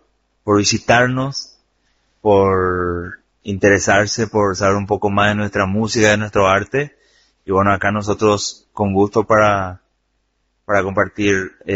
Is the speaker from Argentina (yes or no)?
no; San Lorenzo, Central, Paraguay; soy de la ciudad de San Lorenzo, nacido y criado en San Lorenzo